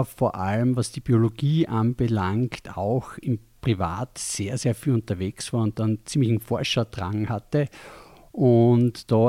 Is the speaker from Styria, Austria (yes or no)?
yes; Styria, Austria; Genau, aufgewachsen bin im Raum Feldbach, war dann eine Zeit lang in Graz